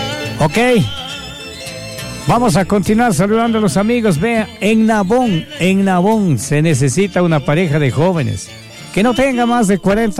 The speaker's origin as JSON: {"language": "Spanish", "country": "Ecuador", "said": "Yo soy ecuatoriano, me identifico más por esa música."}